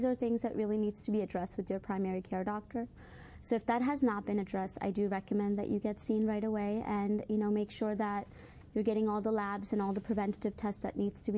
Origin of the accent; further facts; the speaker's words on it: India; moved away; I grew up in India